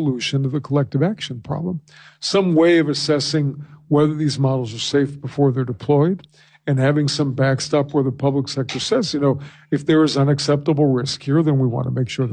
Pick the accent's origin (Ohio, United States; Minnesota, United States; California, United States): California, United States; So in my home state of California in the early 1970s, it was not a happy thing to be driving around